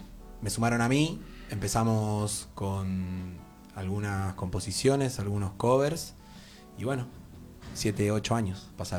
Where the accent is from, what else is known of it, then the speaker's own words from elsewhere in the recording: Ramos Mejía, Buenos Aires Province, Argentina; Somos de Ramos Mejía.